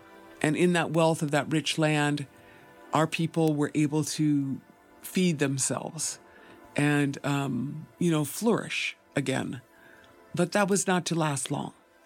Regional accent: White Earth Reservation, Minnesota, United States; I'm from the White Earth Reservation. Ndunjaba, Oma'a King, I'm from this land here.

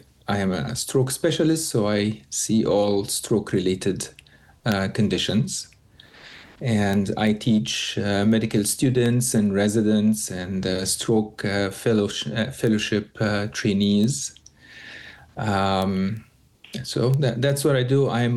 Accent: Egypt; moved away as an adult; now in United States

